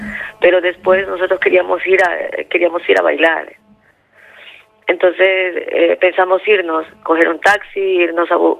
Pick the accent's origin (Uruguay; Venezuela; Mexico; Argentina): Venezuela